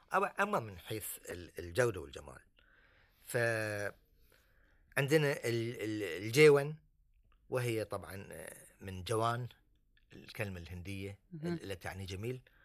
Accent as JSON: {"language": "Arabic", "country": "Bahrain", "said": "انكسر سوق اللولو عندنا في البحرين،"}